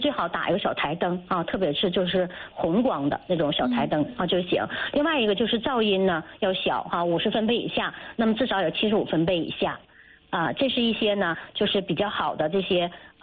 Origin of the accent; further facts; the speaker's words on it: China; 我们中国人可能有好多的习惯啊